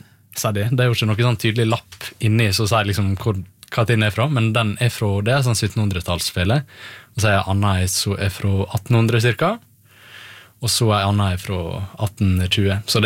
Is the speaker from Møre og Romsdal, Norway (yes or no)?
yes; Volda, Møre og Romsdal, Norway; jeg er fra Volda på Sunnmøre, og jeg begynte i kulturskolen da jeg var rundt 5 år gammel